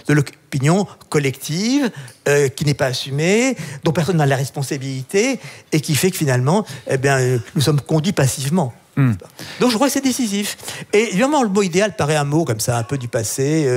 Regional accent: France; Ah, je viens de France, hein.

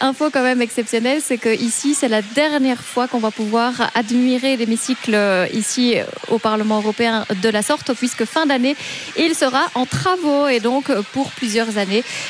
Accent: Belgium; nous on est belges

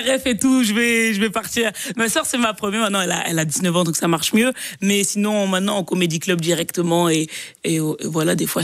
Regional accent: Brussels, Brussels-Capital Region, Belgium; moved away as an adult; now in Paris, France

